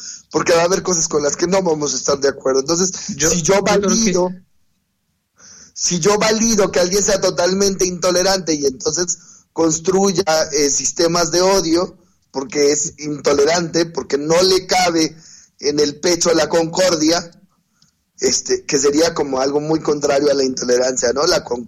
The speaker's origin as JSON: {"language": "Spanish", "country": "Mexico", "said": "nosotros somos mexicanos"}